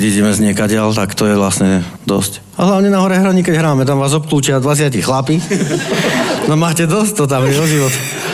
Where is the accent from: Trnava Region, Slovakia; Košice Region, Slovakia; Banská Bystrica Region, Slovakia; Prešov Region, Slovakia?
Banská Bystrica Region, Slovakia; Poniky; v Poníkach, kde ja som z Poník.